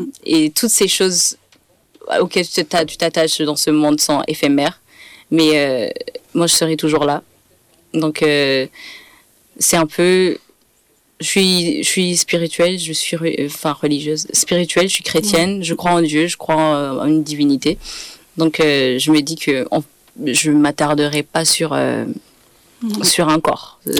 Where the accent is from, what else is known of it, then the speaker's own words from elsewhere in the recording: Burundi; first language Kirundi; French is a second language; déjà, c'est dans ma langue maternelle, le kirundi. Je suis burundaise, bien sûr.